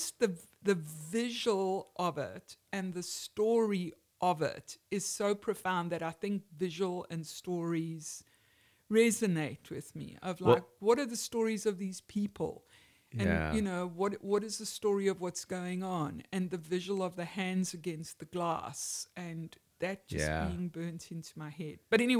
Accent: South Africa; also born or lived in Zambia; But also growing up in South Africa, I grew up during the worst of the apartheid years.

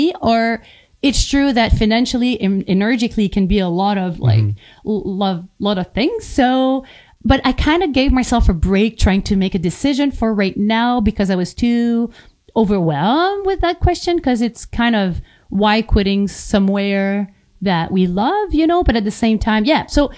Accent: Quebec, Canada; moved away as an adult; now in Yukon, Canada; So I would say that like you know, half of my life, like the first half I was in Quebec, and for sure I'm from Quebec. And then I moved here. I was a young adult.

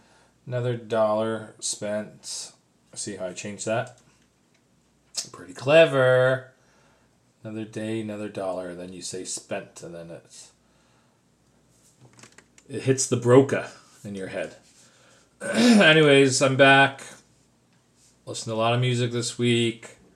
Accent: Windsor, Ontario, Canada; now in Ottawa, Canada; made a little sojourn to my hometown of Windsor.

